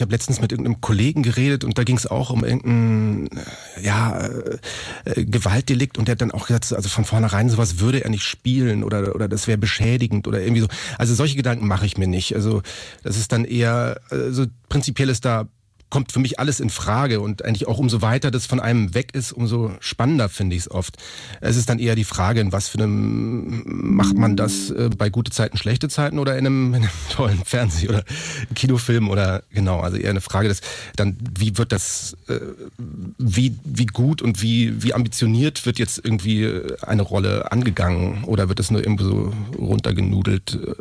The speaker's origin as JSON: {"language": "German", "town": "Munich", "region": "Bavaria", "country": "Germany", "said": "Ich komme ja aus München und war also auf dem Gymnasium"}